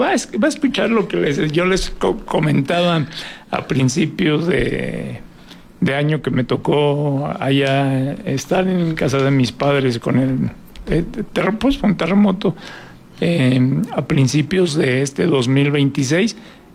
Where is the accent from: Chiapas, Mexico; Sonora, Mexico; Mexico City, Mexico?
Mexico City, Mexico; now in Durango, Mexico; yo soy de la Ciudad de México, ya estoy mucho tiempo aquí